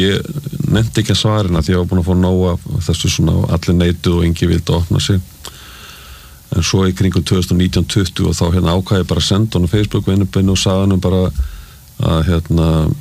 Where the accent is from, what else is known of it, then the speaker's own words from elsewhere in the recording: Reykjavík, Capital Region, Iceland; ekki vestfirðingur, en hérna hann ólst upp á vestfjörðum ég alveg upp í Reykjavík